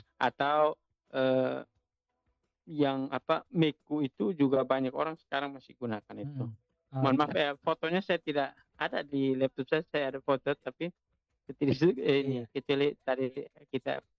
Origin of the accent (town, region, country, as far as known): East Nusa Tenggara, Indonesia